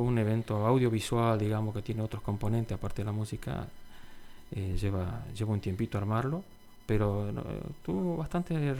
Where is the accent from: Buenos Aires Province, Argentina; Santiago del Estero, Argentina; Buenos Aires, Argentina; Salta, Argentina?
Salta, Argentina; now in Las Toscas, Argentina; yo soy salteño, pero hace muchísimos años que vivo acá en Las Toscas, más de 20 años.